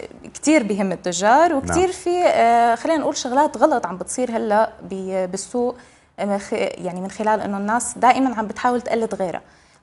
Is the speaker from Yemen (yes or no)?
no; Homs, Homs Governorate, Syria; moved away; بما أني من حمص وعندي كتير سفرات لهنيك